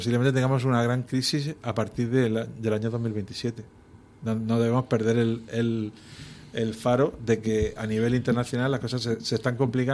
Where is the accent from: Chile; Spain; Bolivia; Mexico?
Spain; Region of Murcia; a mí, como murciano, me gusta más el turismo de interior en la propia región de Murcia que el de la costa.